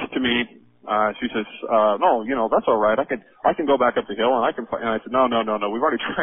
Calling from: Monmouth, Oregon, United States; I'm calling from Monmouth, Oregon.

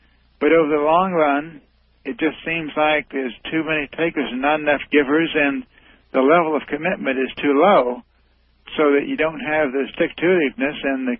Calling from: Indiana, United States; I'm calling from Indiana.

